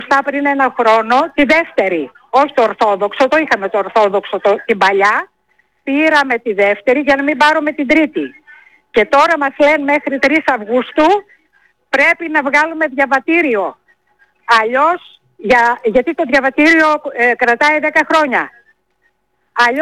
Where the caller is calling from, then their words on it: Thermi, Central Macedonia, Greece; Είμαι από Θέρμη.